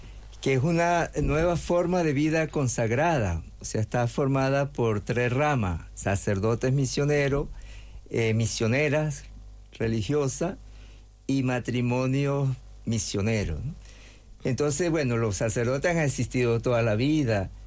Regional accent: Venezuela; moved away as an adult; also born or lived in Spain; esposo y yo tenemos acá 2 años y medio, antes tuvimos casi 4 años en España. Nosotros, mi esposo y yo, somos venezolanos. De España estuvimos 1 año en Venezuela mientras nos salía la visa y todo. Y ya tenemos acá pues 2 años y medio.

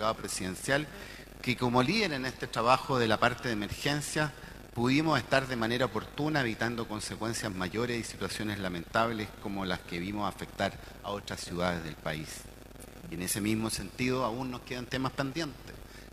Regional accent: Los Andes, Valparaíso, Chile; born there; quienes nacimos acá en los Andes, que nevaba 4, 5, hasta 6 metros en Portillo.

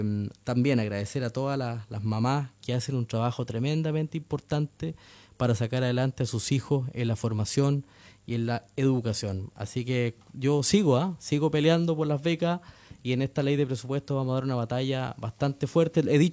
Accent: Coyhaique, Aysén, Chile; Yo soy coyhaiquino. Entonces, coyhaiquino de la cordillera, orgulloso de mi pueblo

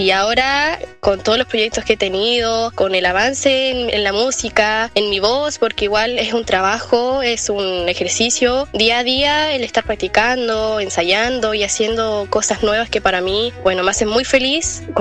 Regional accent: El Quisco, Valparaíso, Chile; yo soy de aquí, del Quisco, y de Isla Negra específicamente, así que los proyectos también tienen mucho que ver con la comuna aquí y la cultura de acá.

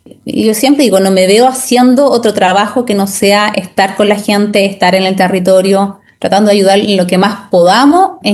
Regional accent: Valdivia, Los Ríos, Chile; yo nací y criada en Valdivia. Hace 14 años me fui a vivir a la costa de Valdivia, sector de Niebla. Así es que ahí estamos ya mi familia.

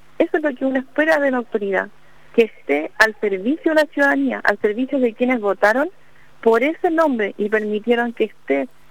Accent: Chile; porque lo que nosotros queremos como chilenas y chilenos, lo que todos queremos es que nuestro país esté mejor

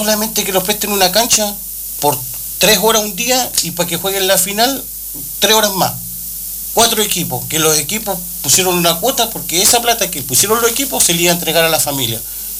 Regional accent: Chile; yo soy una persona que soy nacido y criado acá en Lancoyeque.

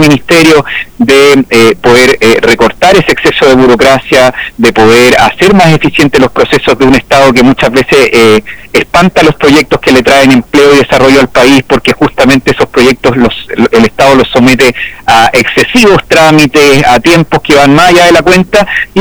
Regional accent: Chile

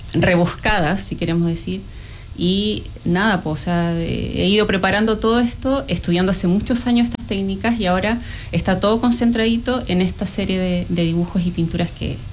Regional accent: Chile Chico, Aysén, Chile; moved away as an adult; Chile Chico es mi ciudad natal.

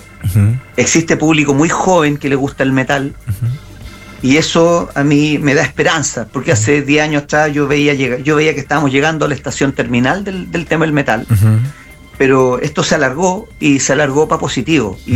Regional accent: Valparaíso, Chile; Él es de los Andes y yo soy de la antigua provincia de San Antonio.

